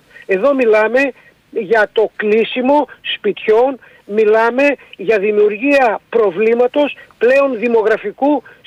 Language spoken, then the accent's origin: Greek; Greece; Εγώ είμαι ντόπιος. Εδώ είναι τα κόκαλα των προγόνων μας, εδώ ζούμε εμείς, τα παιδιά μας, εδώ θα αφήσουμε τα δικά μας κόκαλα.